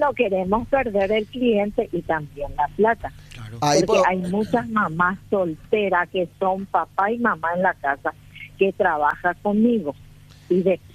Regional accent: Piribebuy, Cordillera, Paraguay; Soy de la ciudad de Piribebuy.

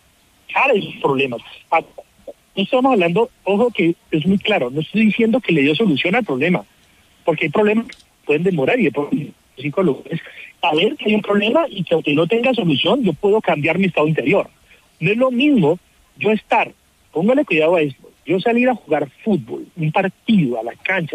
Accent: Cali, Valle del Cauca, Colombia; Mira, y amo mi Cali, también soy de Cali

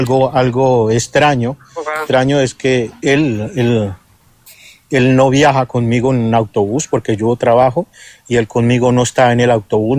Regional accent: Colombia; como decimos, como el colombiano

